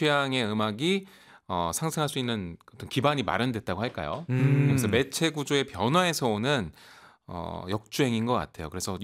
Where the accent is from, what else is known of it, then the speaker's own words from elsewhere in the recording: Seoul, South Korea; 고향이 서울